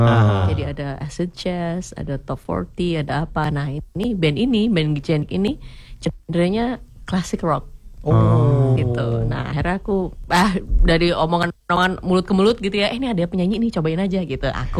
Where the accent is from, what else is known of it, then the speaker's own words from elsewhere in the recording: Surabaya, East Java, Indonesia; Jadi dulu kan aku asalnya dari Surabaya ya. Jadi aku lahir, besar, sekolah di sana ya, di Surabaya.